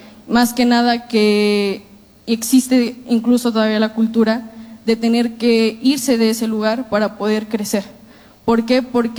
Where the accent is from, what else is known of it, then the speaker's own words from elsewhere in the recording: Atotonilco de Tula, Hidalgo, Mexico; Yo soy de Totonilco de Tula.